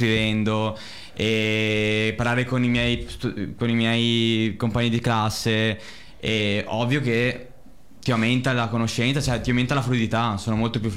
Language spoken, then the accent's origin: Italian; Resana, Veneto, Italy; sono figlio di Simone, vengo da Resana